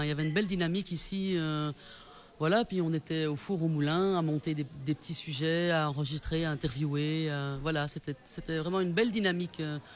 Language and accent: French; Brussels, Brussels-Capital Region, Belgium; Moi je viens de Bruxelles